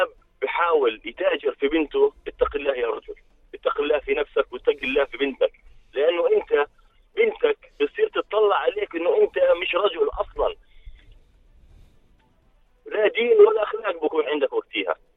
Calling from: Jordan; عندنا في الأردن

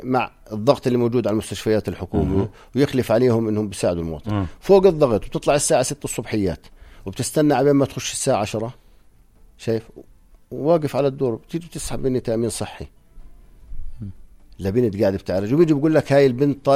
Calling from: Jordan; عندنا في الأردن

